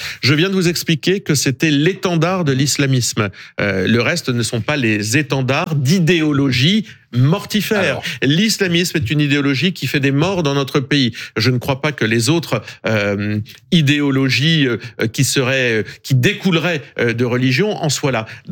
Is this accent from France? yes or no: yes; Hauts-de-France, France; born there; je suis né dans l'Oise